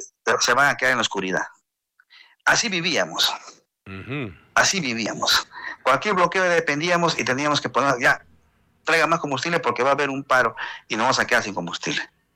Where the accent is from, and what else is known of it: Atico, Arequipa, Peru